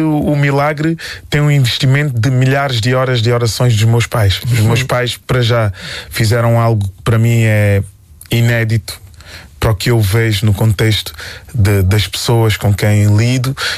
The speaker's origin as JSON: {"language": "Portuguese", "town": "Quarteira", "region": "Algarve", "country": "Portugal", "tie": "born or raised there", "moved": "as an adult", "lives_now": "Lisbon, Portugal", "said": "Já disse, não, eu sou de Quarteira."}